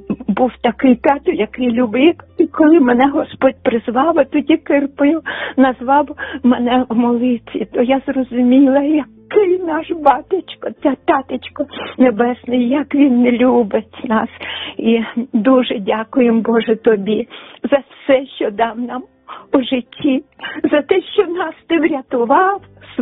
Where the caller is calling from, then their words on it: Kharkiv, Kharkiv Oblast, Ukraine; я з Харкова